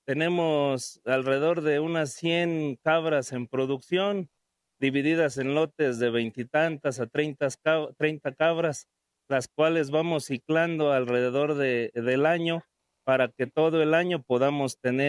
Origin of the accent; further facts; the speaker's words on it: Bernal, Querétaro, Mexico; Somos del estado de Querétaro, del municipio de Ezequiel Montes, de la delegación de Peña de Bernal.